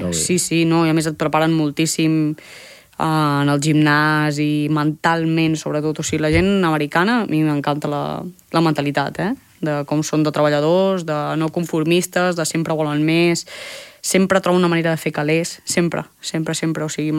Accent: Palafrugell, Catalonia, Spain; jo sóc de Palafrugell, eh?

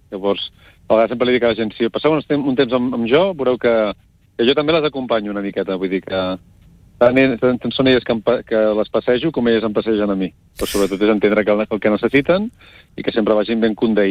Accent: Barcelona, Catalonia, Spain; born there; moved away; com que l'accent em delata, que soc nascut a Barcelona

